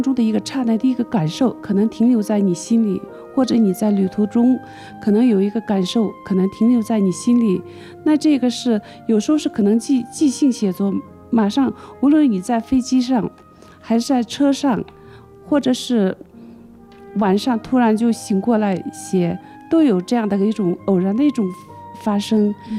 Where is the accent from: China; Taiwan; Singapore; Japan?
China; Rinbung, Tibet; born there; 就是我是出生在日喀则，确切说就在仁布，那时候是一个小山村，特别小的一个山村，但是那里的至今我觉得这是一个最美的山村。